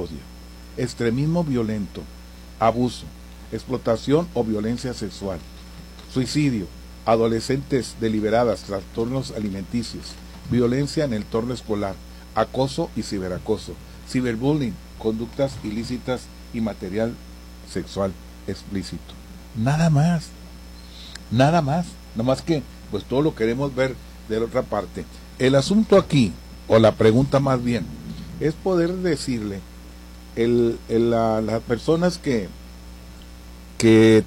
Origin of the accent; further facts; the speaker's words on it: Mexico; tenemos muchos privilegios como mexicanos